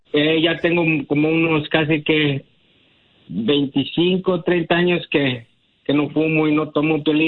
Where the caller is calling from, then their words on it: Santa Ana, California, United States; Ahorita yo vivo en Santa Ana y estoy trabajando acá por Mission Viejo.